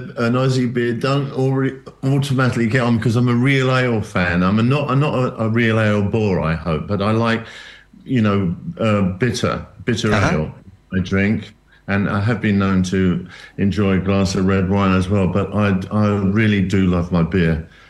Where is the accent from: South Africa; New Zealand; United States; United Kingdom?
United Kingdom; England; me as an Englishman